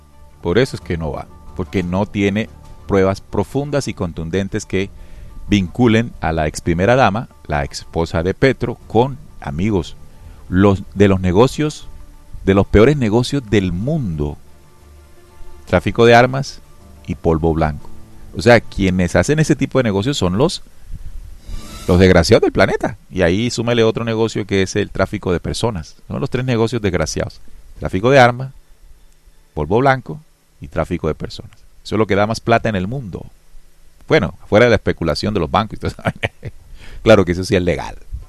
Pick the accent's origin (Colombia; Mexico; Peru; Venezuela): Colombia; nosotros como colombianos